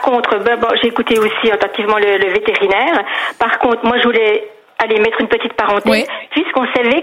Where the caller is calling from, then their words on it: Bourgogne-Franche-Comté, France; moi, je vous appelle du territoire de Belfort.